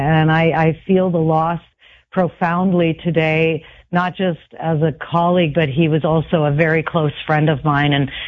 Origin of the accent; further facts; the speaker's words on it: Kitchener, Ontario, Canada; I was working at CKCO TV in Kitchener, which was my hometown.